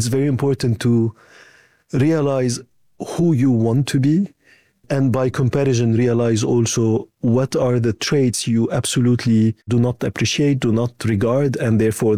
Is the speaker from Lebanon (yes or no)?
yes; Lebanon; moved away as an adult; also born or lived in France / Germany; So I grew up in Lebanon. At age 18, I moved to France for my university. I then picked an internship in Germany.